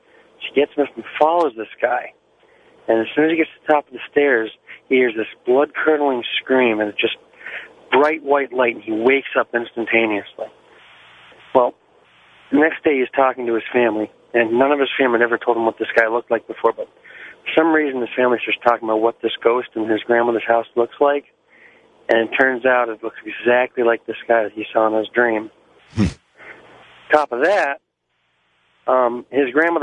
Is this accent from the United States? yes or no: yes; Connecticut, United States; from Connecticut.